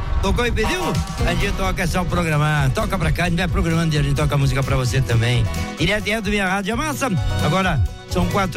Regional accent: Camaquã, Rio Grande do Sul, Brazil; ligado com vocês. Sou de Camacão. Camacuã, Rio Grande do Sul.

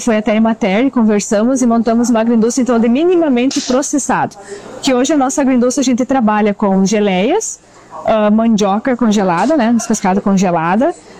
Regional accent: Frederico Westphalen, Rio Grande do Sul, Brazil; Somos aqui de Frederico Westphalen, do interior, da linha Santos Anjos.

